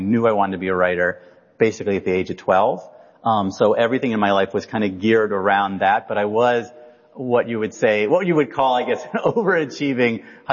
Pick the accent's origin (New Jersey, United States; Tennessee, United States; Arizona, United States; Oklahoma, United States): New Jersey, United States; Princeton; born there; I was born in Princeton, New Jersey.